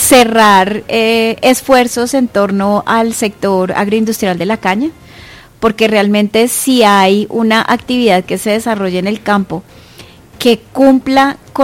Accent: Ibagué, Tolima, Colombia; born there; Yo soy tolimense, yo nací en Ibagué.

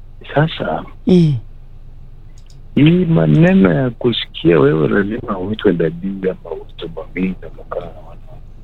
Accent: Ukambani, Kenya; born there; Mimi niko na miaka 40 plus. Niko na damu ya Meru na niko Ukambani, nimezaliwa Ukambani lakini niko na damu ya Meru ndani.

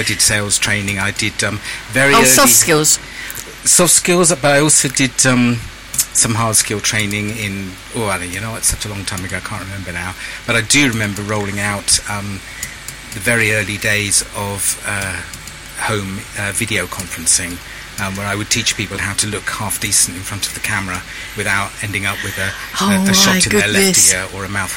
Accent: South East England, United Kingdom; now in Anerley, London, United Kingdom; I'm not actually a Londoner. I lived here because it was easier to commute to work, but I was born and raised in the Vale of the White Horse, which was in Berkshire then, but I think it's in Oxfordshire now. And grew up there and moved all around the country

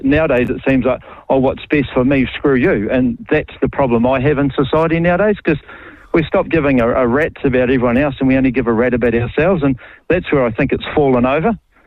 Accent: Auckland, New Zealand; growing up in South Auckland in the 80s, like the elders, like we grew up mainly in a Maori area

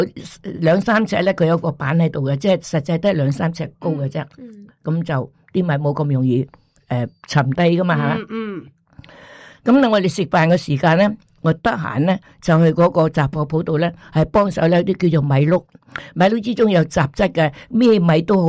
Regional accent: Guangdong, China

